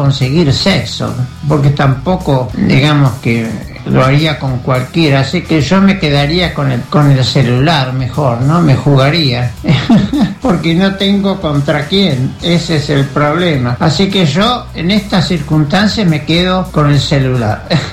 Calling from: Bella Vista, Buenos Aires Province, Argentina; de Bellavista, de San Miguel. Bueno, mira, yo tengo 74 años, vivo solo

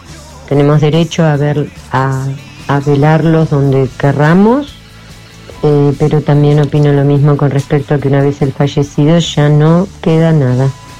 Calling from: Manuel B. Gonnet, Buenos Aires, Argentina

